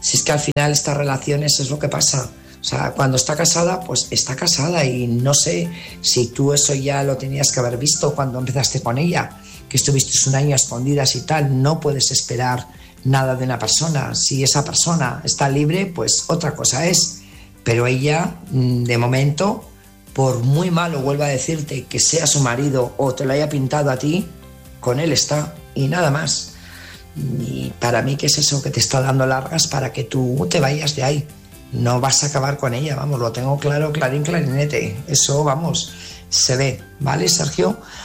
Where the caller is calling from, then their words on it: Burgos, Castile and León, Spain; Buenas noches … corresponsal de Burgos